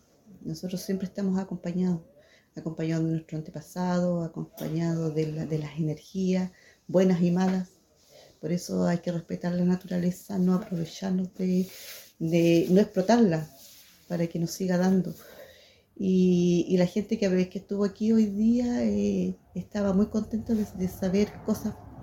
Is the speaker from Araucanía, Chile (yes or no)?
yes; Temuco, Araucanía, Chile; vengo de Temuco y yo me dedico a la gastronomía mapuche